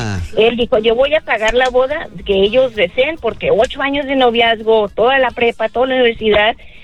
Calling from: San Diego, California, United States; Les llamo de San Diego.

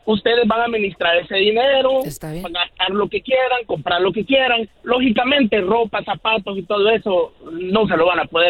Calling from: Chicago, Illinois, United States; Hey, soy troquero aquí de Chicago.

